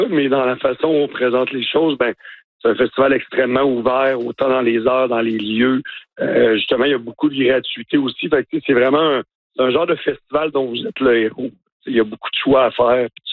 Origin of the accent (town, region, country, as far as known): Baie-Saint-Paul, Quebec, Canada; born or raised there